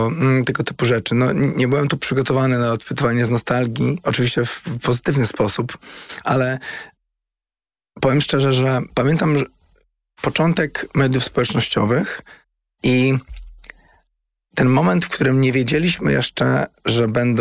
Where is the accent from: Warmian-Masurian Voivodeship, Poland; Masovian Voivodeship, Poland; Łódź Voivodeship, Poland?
Masovian Voivodeship, Poland; Warsaw; Ja wychowałem się na Saskiej Kępie i wciąż tam mieszkam